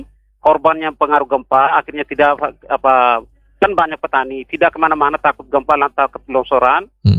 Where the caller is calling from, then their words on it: Wawaria district, East Nusa Tenggara, Indonesia; Di Desa Ratewati Selatan